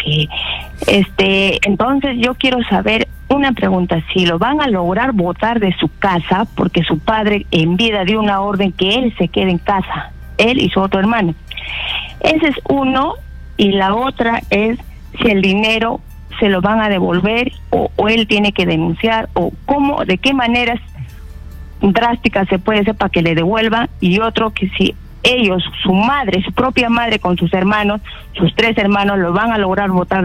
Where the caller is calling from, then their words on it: Arequipa, Peru; Arequipa.